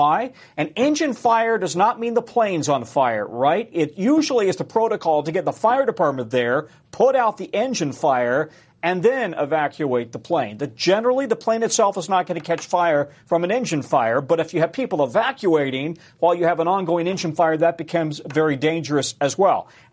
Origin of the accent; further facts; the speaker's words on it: Denver, Colorado, United States; I'm from Denver